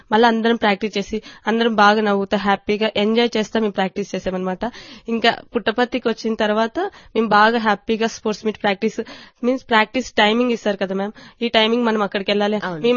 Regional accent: Kadiri, Andhra Pradesh, India; moved away; నేను కదిరి నుంచి వచ్చాను.

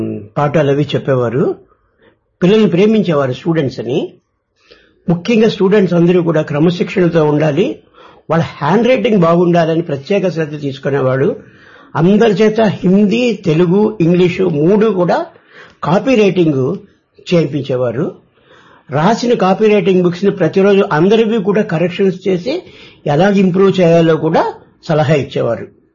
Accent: Anakapalli, Andhra Pradesh, India; also born or lived in Vizianagaram; నేను విజయనగరం నుంచి వచ్చాను, ఆర్టీసీలో పనిచేస్తూ రిటైర్ అయ్యాను. మాది నేటివ్ ప్లేస్ అనకాపల్లి.

